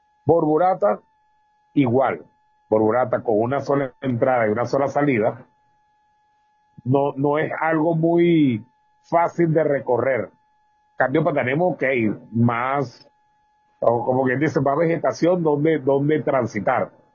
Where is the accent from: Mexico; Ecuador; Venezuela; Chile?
Venezuela; Patanemo, Carabobo; Puesto, yo soy de Patanemo, oriundo de allá.